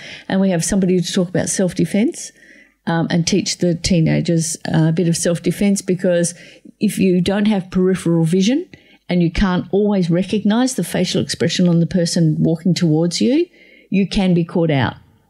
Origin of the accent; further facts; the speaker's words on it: Australia; born there; So, you know, I'm actually thankful I was born in Australia.